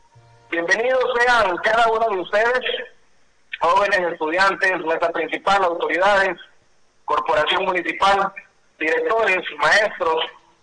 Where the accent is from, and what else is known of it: Honduras